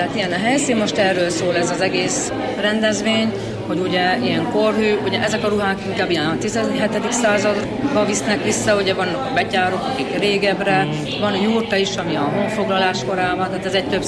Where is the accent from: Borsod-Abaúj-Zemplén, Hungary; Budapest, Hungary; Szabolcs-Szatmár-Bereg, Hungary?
Borsod-Abaúj-Zemplén, Hungary; Miskolc